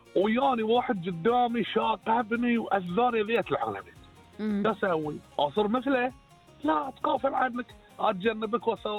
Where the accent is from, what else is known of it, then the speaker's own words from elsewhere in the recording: Bahrain; أنا ما أقول من البحرين والله. ما أقول مملكة البحرين